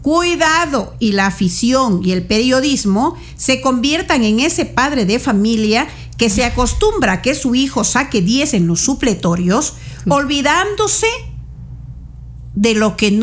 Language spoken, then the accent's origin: Spanish; Ecuador